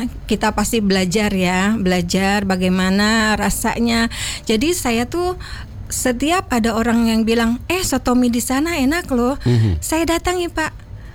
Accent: Bogor, West Java, Indonesia; Saya lahir, besar, kerja, nikah, punya anak, semua di Bogor.

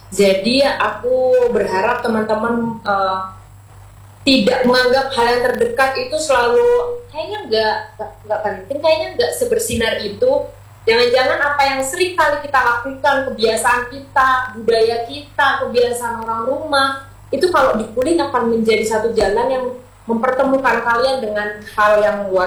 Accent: East Java, Indonesia; tidak hanya dari sudut pandang aku sebagai orang Madura gitu. Okay. Orang-orang yang di luar Madura bahkan lebih tertarik mungkin dengan budaya kita gitu.

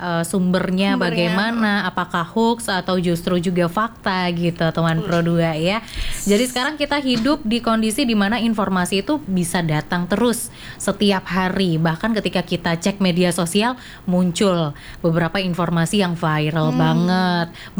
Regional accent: Java, Indonesia; takutnya nanti kan karena aku orang Jawa gitu, nanti keplesetnya engko

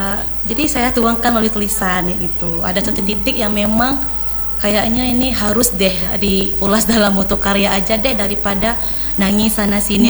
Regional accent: Indonesia; Saya orang asli orang Biren.

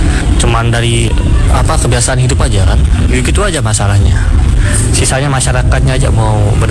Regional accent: Labuapi, West Nusa Tenggara, Indonesia; Saya asli dari Labu Api, bagi Polak.

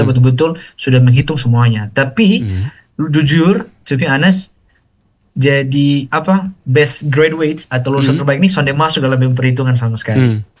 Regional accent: East Nusa Tenggara, Indonesia; saya dari NTT.

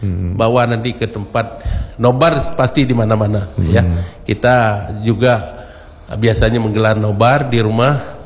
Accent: Meulaboh, Aceh, Indonesia; Seperti kampung saya di Melabo ya, itu ada sawah, ada gunung, ada ini, ada bisa padi, bisa peternak, ada peternakan.

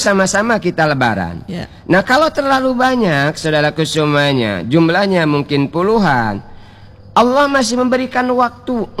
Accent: Bangka Belitung Islands, Indonesia; kata kita orang Bangka.

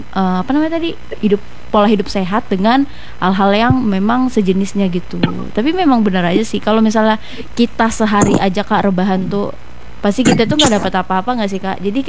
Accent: Tangerang, Banten, Indonesia; Asli ya, asli sebenarnya kalau asli dari Tangerang sih, tapi kalau suku Batak.

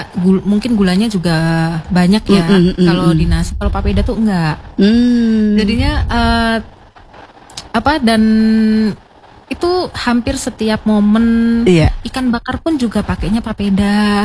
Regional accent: Central Java, Indonesia; now in Manokwari, Indonesia; Saya malah dari Jawa Tengah.

